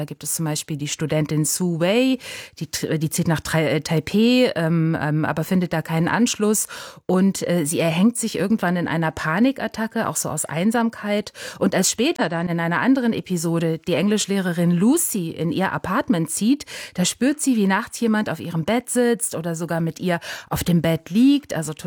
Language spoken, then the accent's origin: German; Germany; Ich als Deutsche habe natürlich Schwierigkeiten, an Geister zu glauben.